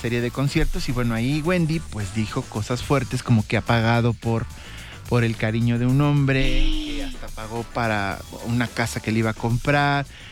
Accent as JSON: {"language": "Spanish", "region": "San Luis Potosí", "country": "Mexico", "said": "Bueno, no, mi papá. Yo soy de San Luis Potosí, de mi barrio San Miguelito."}